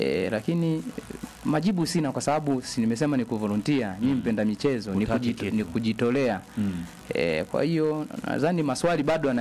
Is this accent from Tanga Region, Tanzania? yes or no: no; Bunda, Mara, Tanzania; born there; Unajua mimi ni mzaliwa wa Bunda. Kwa hiyo nina jamii inayonizunguka ya ndugu zangu, familia, ujumbani Bunda, nyumbani upande wa baba Bunda.